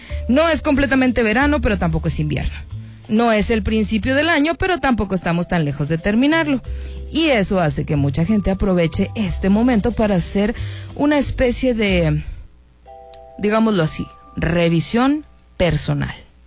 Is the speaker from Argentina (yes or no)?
no; Mexico; eso sí que nos representa como mexicanos